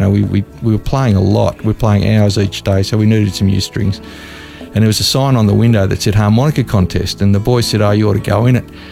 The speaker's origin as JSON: {"language": "English", "town": "Melbourne", "region": "Victoria", "country": "Australia", "tie": "born or raised there", "also_born_or_lived": "Surrey, England", "said": "I was born in Surrey in England, and then we moved, Mum and Dad moved back to Blackburn in the eastern suburbs of Melbourne, and that's where I grew up."}